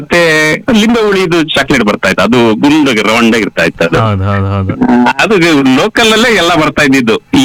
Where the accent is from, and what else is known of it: Tarikere, Karnataka, India; born there